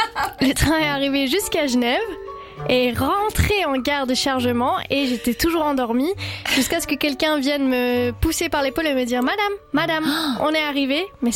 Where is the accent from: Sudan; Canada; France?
France; Villeneuve; Alors, il faut savoir que j'ai grandi à Villeneuve et qu'il y avait une période, quand on était en 5-6e, où les tags étaient à la mode.